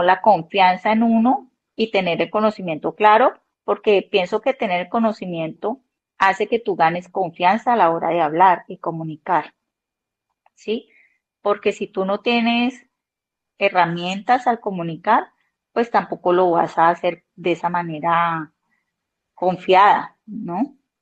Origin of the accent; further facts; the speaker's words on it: Buenaventura, Valle del Cauca, Colombia; now in Cali, Colombia; Entonces, yo soy de Buenaventura, vine acá a Cali a estudiar la universidad.